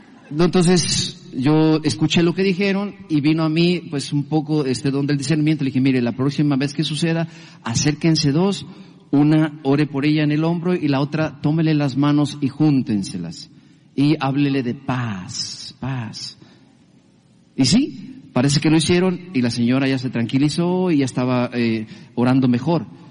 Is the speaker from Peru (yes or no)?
no; Mexico